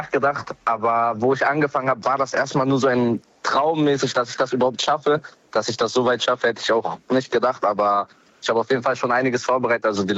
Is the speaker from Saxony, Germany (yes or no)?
no; Bremen, Germany; born there; Ich bin Findorfer. Oho. Also, ich bin dort geboren.